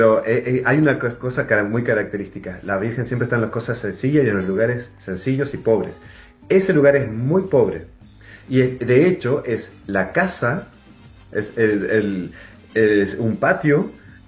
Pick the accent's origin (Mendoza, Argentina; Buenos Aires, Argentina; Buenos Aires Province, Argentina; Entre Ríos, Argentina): Entre Ríos, Argentina; María Grande; moved away; also born or lived in Colombia; En mi pueblo había una imagen de estas, en María Grande, Entre Ríos